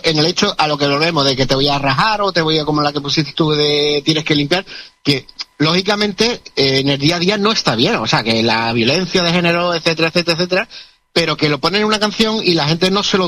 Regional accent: El Puerto de Santa María, Andalusia, Spain; Somos del puerto de Santa María.

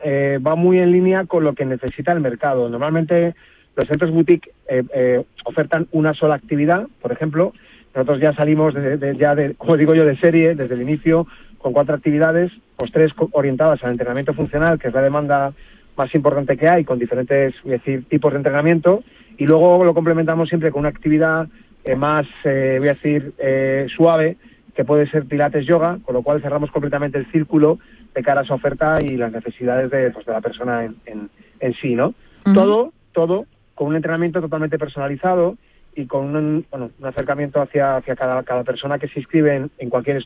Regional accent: Madrid, Community of Madrid, Spain; toda la compañía es gallega menos yo, que yo soy el madrileño

